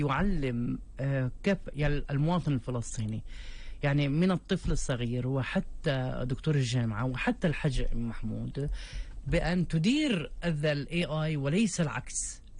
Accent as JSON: {"language": "Arabic", "country": "Palestine", "said": "ونحن كفلسطينيين"}